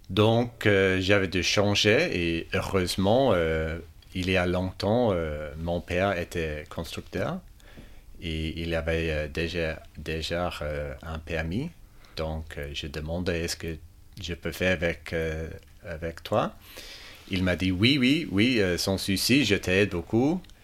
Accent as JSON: {"language": "French", "town": "Melbourne", "region": "Victoria", "country": "Australia", "tie": "born there", "second_language": "French", "said": "je suis né à Melbourne"}